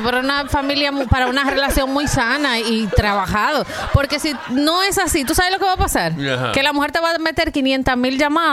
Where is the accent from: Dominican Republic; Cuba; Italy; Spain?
Dominican Republic; moved away; Yo soy dominicana